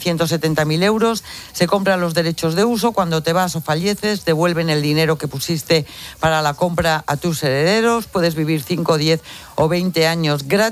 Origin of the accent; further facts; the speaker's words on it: Lerma, Castile and León, Spain; Que yo soy de Lerma.